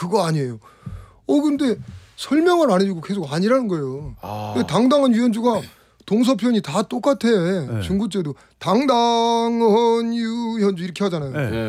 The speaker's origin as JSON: {"language": "Korean", "region": "Chungcheong", "country": "South Korea", "said": "제가 충청도 놈이요."}